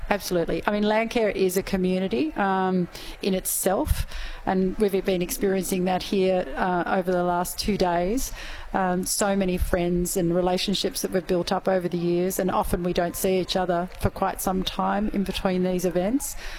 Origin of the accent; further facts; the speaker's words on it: New South Wales, Australia; now in Myrtleford, Australia; We moved to the Myrtleford area from, well, I was originally from the Riverina, but my husband's American.